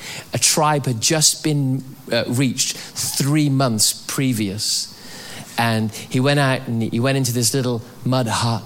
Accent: Wales, United Kingdom; because I'm Welsh.

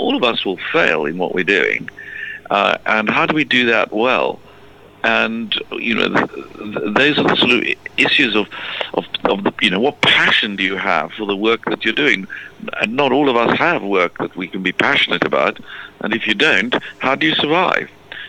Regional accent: South Africa; moved away as an adult; also born or lived in Cambridge, England; now in London, United Kingdom; I grew up in South Africa, went to university there, studied law and philosophy.

